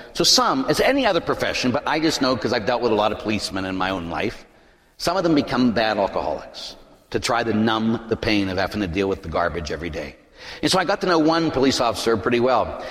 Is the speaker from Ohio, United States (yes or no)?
no; Pittsburgh, Pennsylvania, United States; growing up in Pittsburgh, both my parents were cops